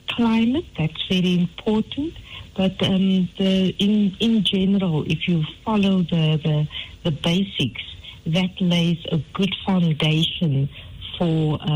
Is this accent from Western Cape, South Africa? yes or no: yes; Western Cape, South Africa; now in Durban, South Africa; I'm originally from the Western Cape, and there's the dry summers, wet winters, and I've been to some other parts of the country as well, and the weather is quite different.